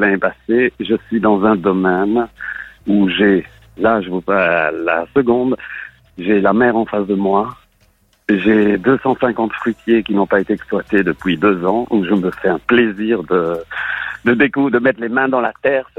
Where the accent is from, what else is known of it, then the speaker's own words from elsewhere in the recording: Belgium; born there; Je suis né en Belgique, tout simplement.